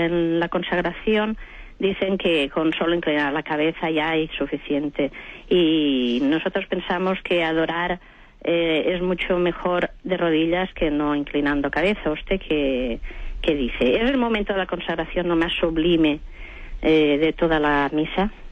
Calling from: Catalonia, Spain; Llamo desde Cataluña.

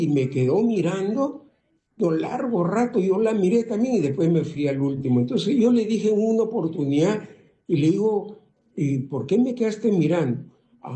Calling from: Callao, Peru; yo soy del Callao

